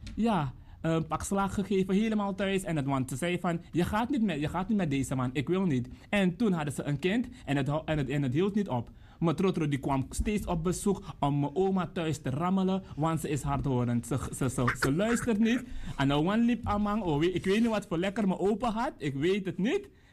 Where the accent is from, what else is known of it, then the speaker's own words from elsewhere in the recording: Suriname; now in Netherlands; Ik ben een trotse Surinamer.